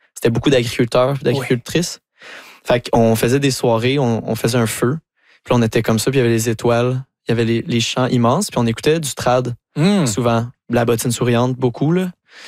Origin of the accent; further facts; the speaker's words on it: Saint-Hyacinthe, Quebec, Canada; parce que moi, je viens de Saint-Hyacinthe, qui est une ville agricole.